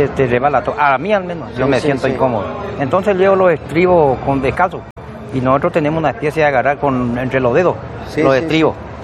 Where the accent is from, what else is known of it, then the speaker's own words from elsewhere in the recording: General Paz, Corrientes, Argentina; bueno, sí, soy de ahí. Sí, de ahí soy yo.